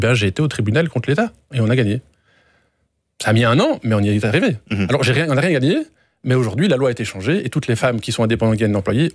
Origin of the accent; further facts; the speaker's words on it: Fernelmont, Wallonia, Belgium; moi j'ai une petite section dans la région de Fernelmont, là d'où je viens